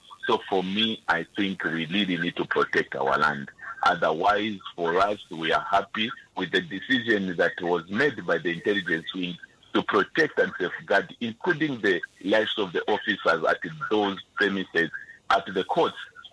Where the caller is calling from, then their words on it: Lusaka, Lusaka Province, Zambia; Yeah, I'm calling you from Kawatwa.